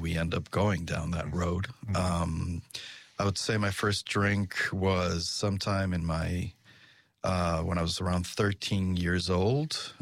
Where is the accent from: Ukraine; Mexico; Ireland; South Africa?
Mexico; Mexico City; English is a second language; moved away as an adult; now in Boston, United States; Once upon a time, I was one of those people who said, I will never leave my city, but, you know, life gets in the way. And I ended up living in Massachusetts, in Boston